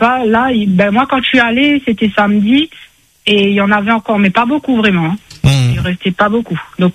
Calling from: Grand Est, France; Moi, je suis en Alsace.

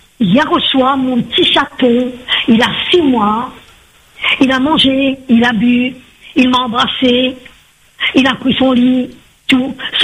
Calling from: Le Tampon, Réunion; j'habite au Tampon.

